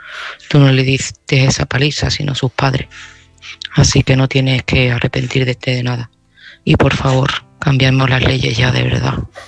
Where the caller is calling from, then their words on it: Seville, Andalusia, Spain; de Sevilla y este mensaje va para Pedro.